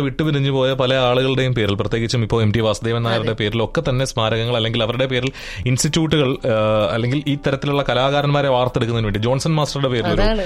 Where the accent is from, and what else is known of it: Kerala, India; moved away